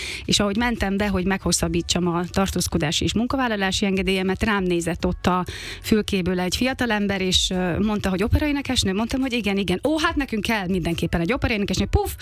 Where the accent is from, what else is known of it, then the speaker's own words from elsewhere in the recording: Hungary; moved away as an adult; also born or lived in Germany / Australia; és ugye az akcentusom meg ausztrál akcentus volt Amerikában, amit imádnak Amerikában, viszont a magyar származásom miatt